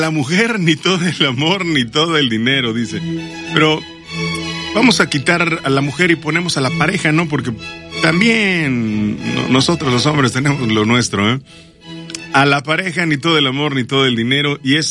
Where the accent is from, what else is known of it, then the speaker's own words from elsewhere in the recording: Santiago de Ixmatlahuacán, Veracruz, Mexico; de Santiago de Ixmatlacuacán.